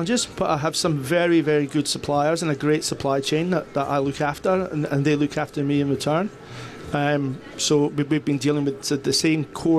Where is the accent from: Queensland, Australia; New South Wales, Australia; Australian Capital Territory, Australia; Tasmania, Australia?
New South Wales, Australia; I came in from interstate. I came in from New South Wales.